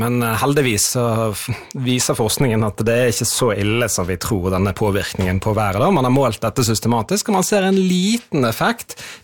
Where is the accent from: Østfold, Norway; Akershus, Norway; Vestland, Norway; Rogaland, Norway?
Vestland, Norway; Bergen; for meg som bergenser